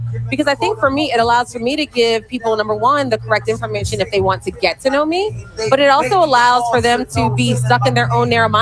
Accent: Nigeria; So even beyond just being Nigerian, I can really find out exactly where my people are coming from.

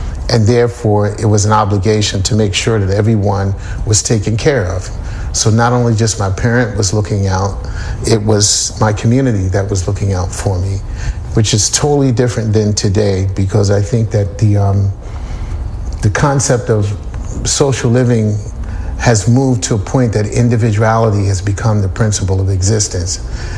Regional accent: Philadelphia, Pennsylvania, United States; moved away as an adult; I grew up in North Philadelphia, primarily at 10th and Susquehanna, to be specific.

